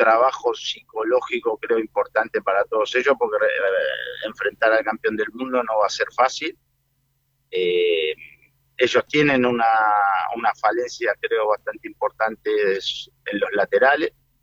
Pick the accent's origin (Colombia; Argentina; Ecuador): Argentina; San Miguel, Buenos Aires Province; now in Europe; Soy el mismo de San Miguel, nada más que sin pelo.